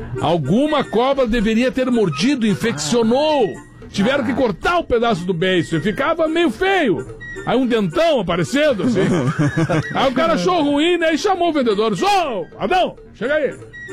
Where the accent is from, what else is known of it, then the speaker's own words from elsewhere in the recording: São Francisco do Sul, Santa Catarina, Brazil; Sou de São Francisco do Sul, Santa Catarina.